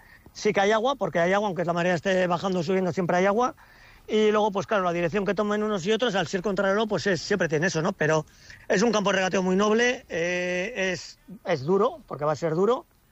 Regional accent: Pasaia, Basque Country, Spain; soy de San Pedro, he remado también en San Pedro, y claro, los que somos de ahí de la bahía

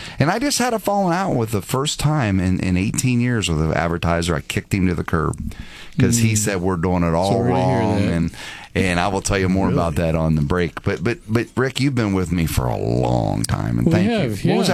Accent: Martins Ferry, Ohio, United States; I'm an Appalachian Caucasian from Martins Ferry, and I had good upbringing.

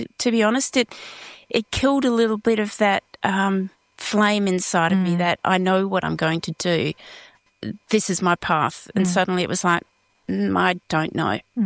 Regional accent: Western Australia, Australia; I grew up in Rowlands, youngest of four. Come from a traditional family.

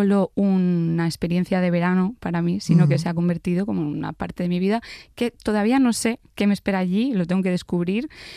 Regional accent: Granada, Andalusia, Spain; hecho, yo me fui de Granada por una ruptura amorosa y el duelo que yo pasé no fue por la ruptura, fue por la ruptura con irme de Granada.

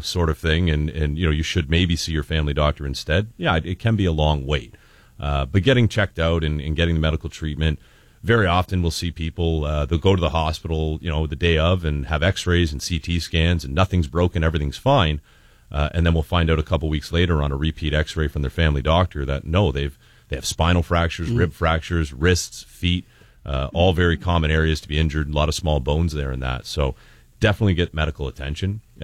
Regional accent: Lakeshore, Ontario, Canada; that's kind of the area I grew up out in Lakeshore there, so it was nice to bring the office kind of close to home

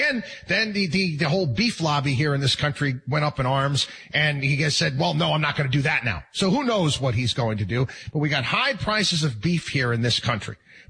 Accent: New York, United States; I'm sorry. I grew up in New York. And there's a lot of government buildings in the state of New York that are just plain ugly.

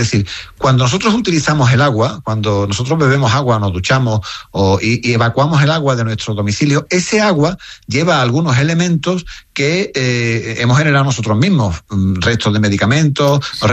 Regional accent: Spain; yo creo que a veces no somos conscientes los españoles del agua que nos sale por el grifo

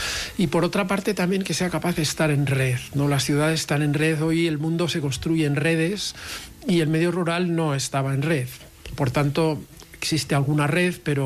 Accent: Pyrenees, Spain; Pues Jaca siempre ha sido, yo que soy del Pirineo también, ¿verdad?

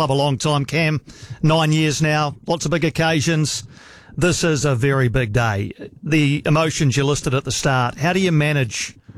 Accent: Wellington, New Zealand; I come from Wellington

